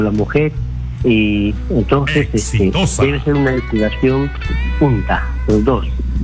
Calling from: Yungay, Ancash, Peru; yo llamo de Ancas, Yungay.

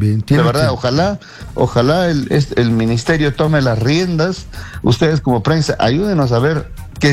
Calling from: Yungay, Ancash, Peru; yo estoy llamando de Ancash.

